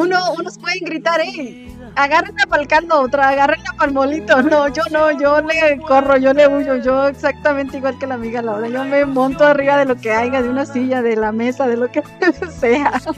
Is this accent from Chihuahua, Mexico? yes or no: yes; Chihuahua, Mexico; now in United States; yo soy del estado de Chihuahua, ¿verdad? Y en allá, en mi tierra, pues no se usa.